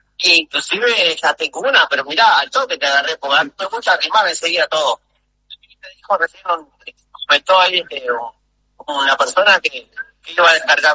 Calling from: 25 de Agosto, Florida, Uruguay; acá 25 de agosto, las 3 de la mañana.

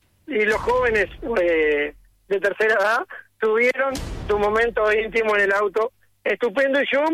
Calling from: Uruguay; yo soy un buen uruguayo

